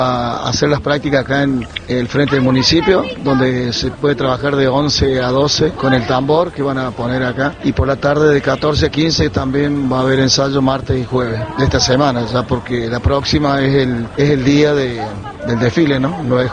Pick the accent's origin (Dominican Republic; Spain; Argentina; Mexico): Argentina; Los valores que tenemos nosotros como ciudadanos argentinos